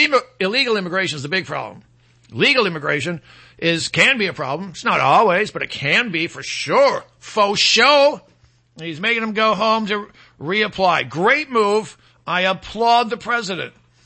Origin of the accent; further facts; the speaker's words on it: Michigan, United States; moved away; my home state of Michigan.